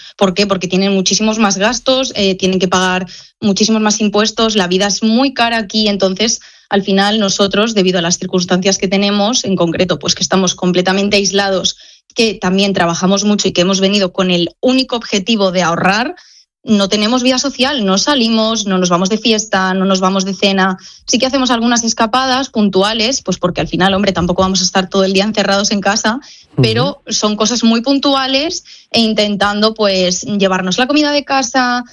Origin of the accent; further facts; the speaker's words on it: Spain; cada vez que les decimos que somos españoles, nos dicen, ¿está lleno de españoles? Sí, la verdad es que somos muchos los que venimos aquí.